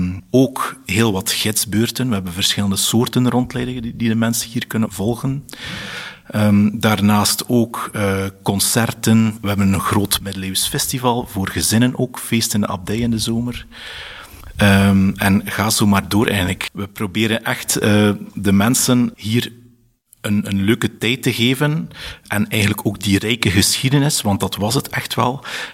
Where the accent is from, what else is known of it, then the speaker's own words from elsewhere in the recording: Koksijde, Flanders, Belgium; Ik ben zelf ook van Kokseide en ik ben ook heel erg geïnteresseerd in wat er leeft op deze plek.